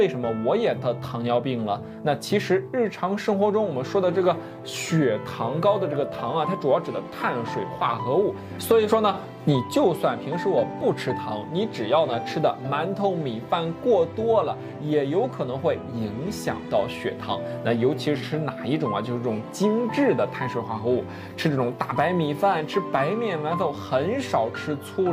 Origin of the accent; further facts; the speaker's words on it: China; 尤其是我们中国人